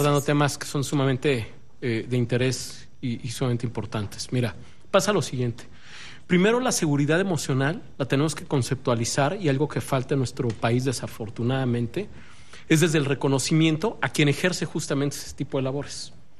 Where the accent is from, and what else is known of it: Mexico